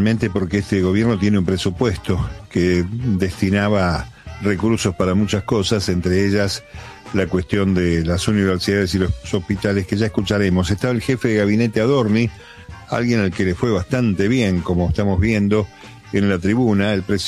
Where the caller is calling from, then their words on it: Florencio Varela, Buenos Aires Province, Argentina; de Florencio Varela.